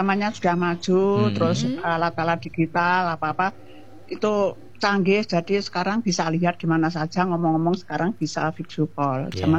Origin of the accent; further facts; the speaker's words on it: Surabaya, East Java, Indonesia; aku waktu kecil di Surabaya